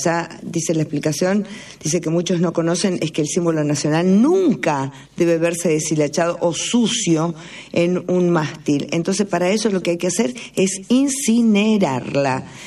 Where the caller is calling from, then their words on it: Arenaza, Buenos Aires, Argentina; Soy de Arenaza. Felicitaciones por el programa.